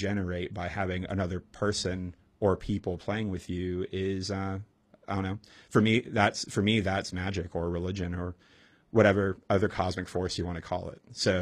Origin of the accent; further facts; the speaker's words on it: Raleigh, North Carolina, United States; also born or lived in Chapel Hill; now in Durham, United States; I grew up in Raleigh, went to school in Chapel Hill. I live in Durham now.